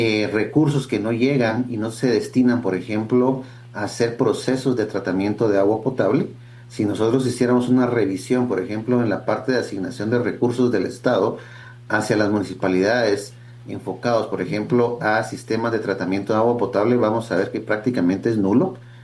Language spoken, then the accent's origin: Spanish; Guatemala; Y el tema acá quizás es que como guatemaltecos no hemos aprendido de lo que la historia de la humanidad ha generado